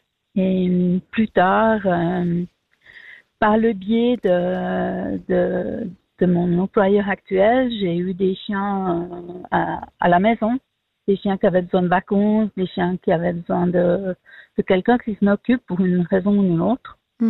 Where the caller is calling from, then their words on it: German-speaking Switzerland, Switzerland; j'habite en Suisse allemande, je parle moins souvent le français qu'avant.